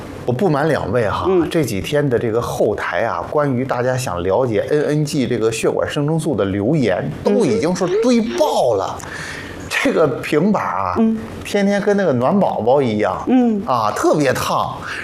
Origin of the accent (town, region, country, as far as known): Xuzhou, Jiangsu, China